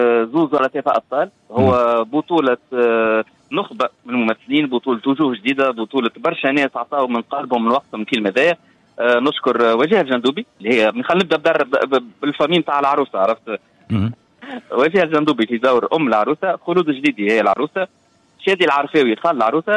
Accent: Tunisia

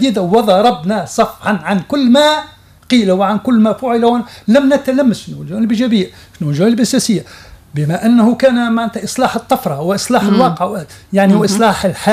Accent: Tunisia; ثقافتي أنا كتونسي

